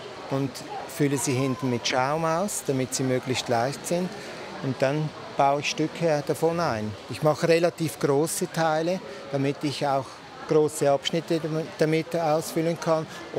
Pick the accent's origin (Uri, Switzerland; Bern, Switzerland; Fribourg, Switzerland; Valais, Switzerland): Uri, Switzerland; Göschenen; Ich komme ja von Göschenen, das ist mein Heimatort. Und ich bin natürlich schon als Kind gerne am Bahnhof und habe geschaut.